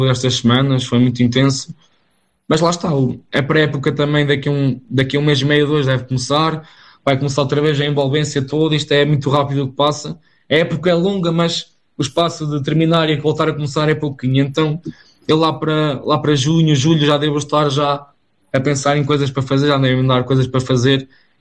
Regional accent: Bragança, Norte, Portugal; moved away as an adult; now in Viseu, Portugal; porque eu vim de longe, eu vim de Bragança

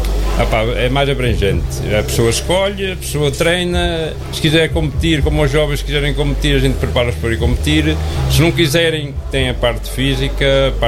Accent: São Pedro, Portugal; now in Oliveira de Frades, Portugal; Eu não sou de cá, eu estou cá há 30 anos, eu sou de São Pedro, mas já me vejo aqui, não me vejo muito em São Pedro.

